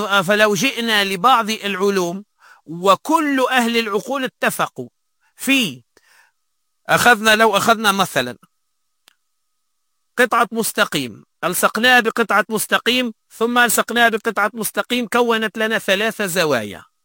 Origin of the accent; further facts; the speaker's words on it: Tunisia; احنا عندنا في تونس